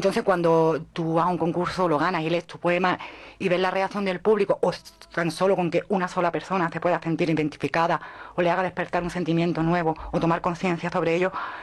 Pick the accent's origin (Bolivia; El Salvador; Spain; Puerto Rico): Spain; Cuevas del Becerro, Andalusia; Cuebeña, cuebeña me gusta.